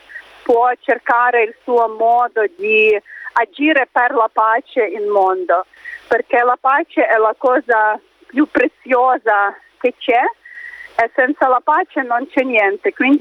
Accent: Kyiv, Ukraine; vengo dall'Ucraina, sono responsabile dei giovani della comunità di Sant'Egidio in Ucraina, diciamo la città di cui vengo, Kiev

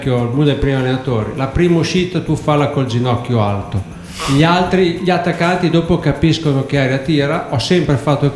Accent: Bologna, Emilia-Romagna, Italy; qua da noi a Bologna

